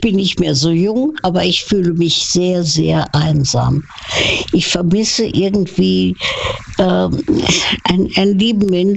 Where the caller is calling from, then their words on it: Saarland, Germany; Ich komme aus dem Saarland.